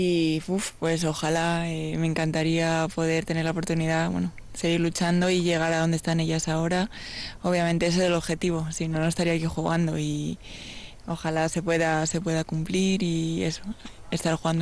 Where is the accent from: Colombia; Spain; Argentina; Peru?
Spain; Soy la única española